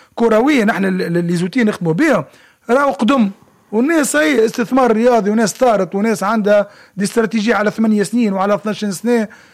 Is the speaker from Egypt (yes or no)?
no; Tunisia; عندنا في تونس